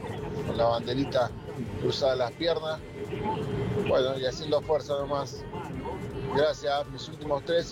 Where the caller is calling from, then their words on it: Moreno, Buenos Aires Province, Argentina; de Moreno.